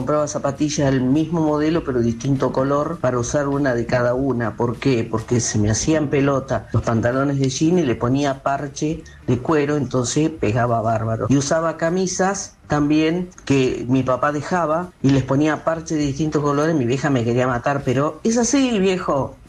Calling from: Berazategui, Buenos Aires Province, Argentina; de Verazate y banco a Carla. Y yo tengo 65.

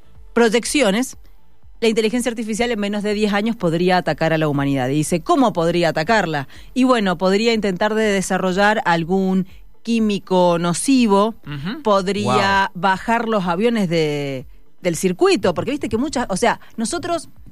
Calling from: Carrodilla, Mendoza, Argentina; Buen fin de chicos … de Carrodilla.

